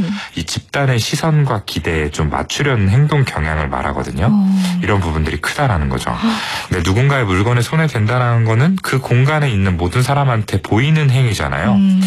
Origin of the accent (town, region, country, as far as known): South Korea